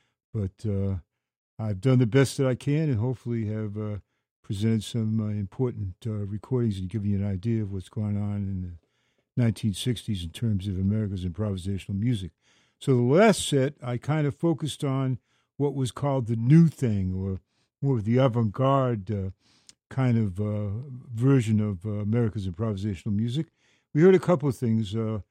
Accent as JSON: {"language": "English", "town": "Boston", "region": "Massachusetts", "country": "United States", "tie": "born or raised there", "said": "my hometown of Boston"}